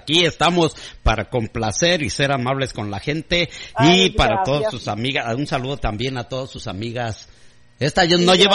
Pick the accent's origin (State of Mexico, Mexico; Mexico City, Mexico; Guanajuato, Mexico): Guanajuato, Mexico; Acámbaro; moved away; anda en Acámbaro, Guanajuato, de allá soy yo, de Acámbaro, Guanajuato.